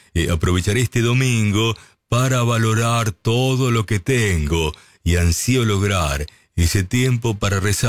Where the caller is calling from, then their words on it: Godoy Cruz, Mendoza, Argentina; de Godoy Cruz, Mendoza.